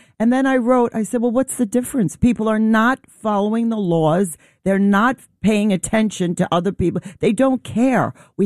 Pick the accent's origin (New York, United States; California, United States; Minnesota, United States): New York, United States; Brooklyn; born there; I love it. I love that I was born in Brooklyn.